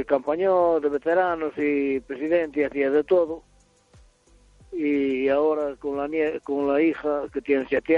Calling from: Pontevedra, Galicia, Spain

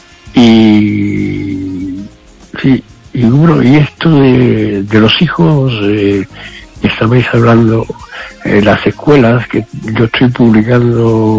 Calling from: Lugo, Galicia, Spain; el músico de Lugo … el nihilista.

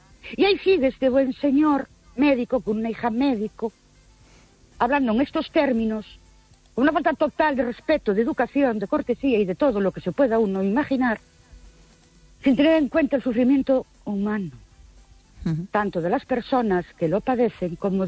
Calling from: Ourense, Galicia, Spain

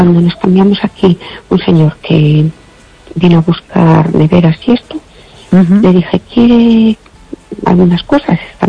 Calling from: Fene, Galicia, Spain

